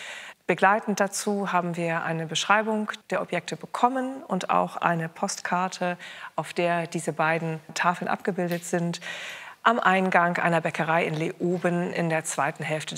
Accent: Hamburg, Germany; Ich komme aus Hamburg, die Luft soll ja auch etwas feuchter dort sein.

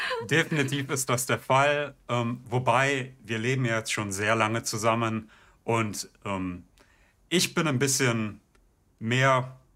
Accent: Germany

